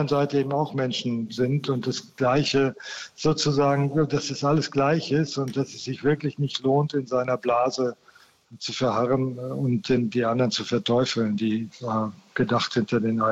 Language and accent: German; North Rhine-Westphalia, Germany; wir kommen ja aus Westfalen und da war natürlich der Mauerbau immer auch ein Thema bei uns in der Familie